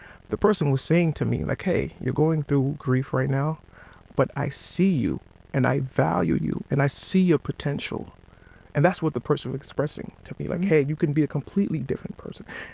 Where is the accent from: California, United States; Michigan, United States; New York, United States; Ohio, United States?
New York, United States; New York City; I'm from the South Bronx. I'm from one of the largest housing projects in New York City.